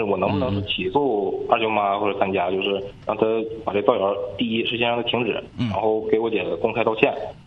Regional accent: Shulan, Jilin, China; 今年吧，我21，然后我老家是舒兰的。

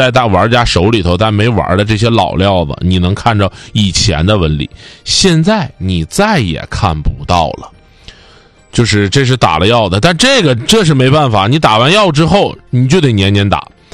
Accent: Northeast China, China; accent: Northeastern; 用我们东北话讲叫二八坑子

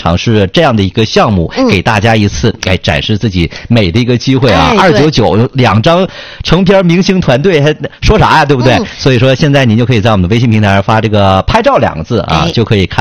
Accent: China

